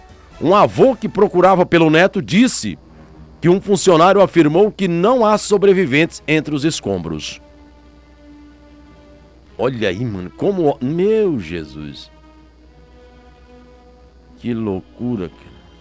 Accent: Brazil; Nós somos brasileiros, eles venezuelanos.

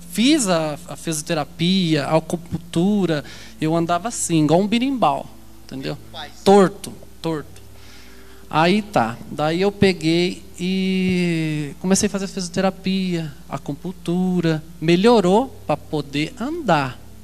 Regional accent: Apucarana, Paraná, Brazil; que eu sou de lá de Apucarana, daí ela de lá.

